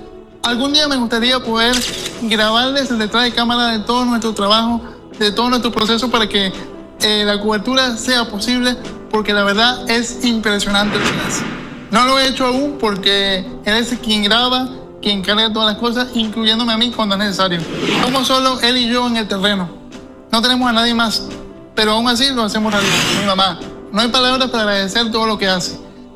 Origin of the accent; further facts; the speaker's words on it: Venezuela; moved away; Porque como venezolano, por fortuna o por desgracia, tengo familia en todos los rincones del mundo.